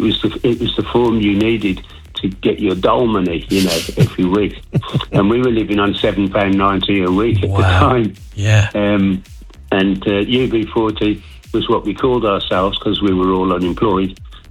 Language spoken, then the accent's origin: English; Birmingham, West Midlands, United Kingdom; I come from Birmingham. It was the wrong side of the tracks, if you like. It was the red light district of Birmingham. And I was surrounded by West Indians and Asians.